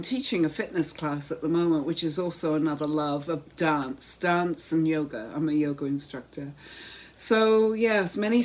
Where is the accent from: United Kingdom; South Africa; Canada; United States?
United Kingdom; England; So I grew up in England, and I made Dolly's clothes when I was little.